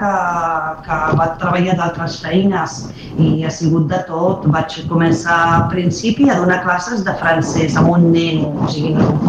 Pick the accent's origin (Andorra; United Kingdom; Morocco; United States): Morocco; first language Arabic; Catalan is a second language; moved away; Sí, he vingut del Marroc parlant àrab i francès, perquè estudiem tota la vida en francès, bilingüe